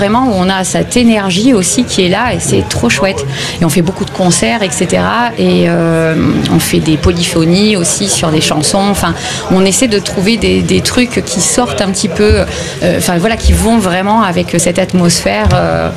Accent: Avignon, Provence-Alpes-Côte d'Azur, France; parce que moi je suis d'Avignon en fait

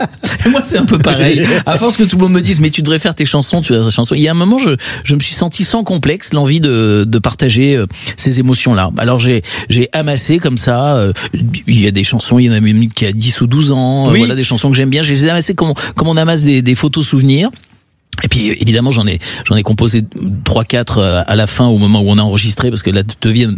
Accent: Grand Est, France; Moi, je suis de l'Aligo, de la Lorraine.

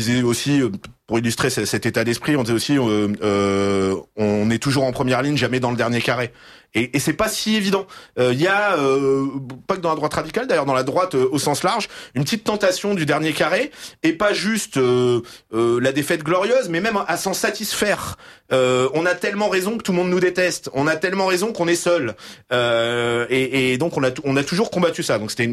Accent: Nice, Provence-Alpes-Côte d'Azur, France; On est des Français récents, donc on a une histoire qui est très chamboulée.

